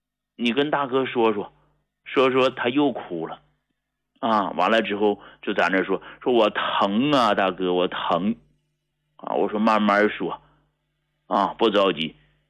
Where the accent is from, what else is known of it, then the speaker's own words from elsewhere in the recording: Jilin, China; 白城啊是个市，是属于咱们吉林省 下边的一个市。